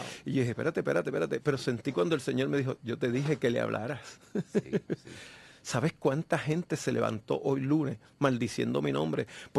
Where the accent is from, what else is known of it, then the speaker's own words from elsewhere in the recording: Puerto Rico; nacido y criado en Puerto Rico. Aquí es una isla de mucho sol.